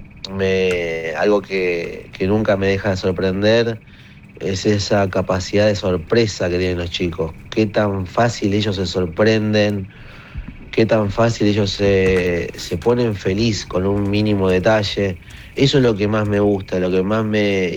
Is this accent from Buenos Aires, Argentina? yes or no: yes; Buenos Aires, Argentina; born there; Yo nací en Buenos Aires, pero toda mi familia es de Jujuy.